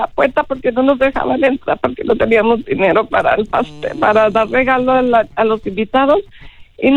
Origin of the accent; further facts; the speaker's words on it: Guadalajara, Jalisco, Mexico; now in Palmdale, United States; yo soy de Guadalajara, en una colonia, obviamente.